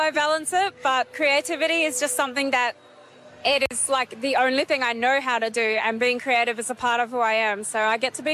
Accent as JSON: {"language": "English", "town": "Port Hedland", "region": "Western Australia", "country": "Australia", "tie": "born or raised there", "said": "Nyalama, Nyulnyul and Yaru woman. And … And yeah, I'm from Gariyada country, born and raised in Port Hedlands."}